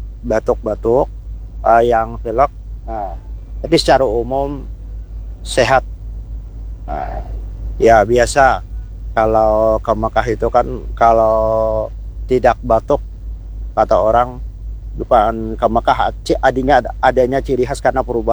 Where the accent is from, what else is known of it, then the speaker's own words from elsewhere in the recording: Banjarmasin, South Kalimantan, Indonesia; kami dari Kloter BDD 01 yang berasal dari Kota Banjarmasin